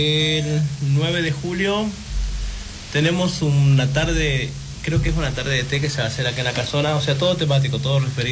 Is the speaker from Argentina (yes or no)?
yes; San Pedro, Jujuy, Argentina; born there; also born or lived in Maimará, Jujuy; Maimará es mi pueblo, yo soy de Jujuy, nacido en San Pedro, y bueno, a partir de los 12 años en Maimará